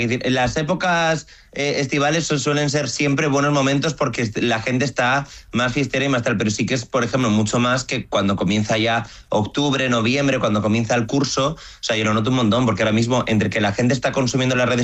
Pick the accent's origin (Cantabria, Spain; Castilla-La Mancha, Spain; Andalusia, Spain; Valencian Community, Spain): Cantabria, Spain; Santander; yo soy de Santander